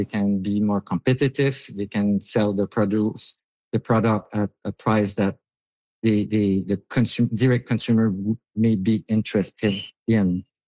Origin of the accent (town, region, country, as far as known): Canada; now in New Brunswick, Canada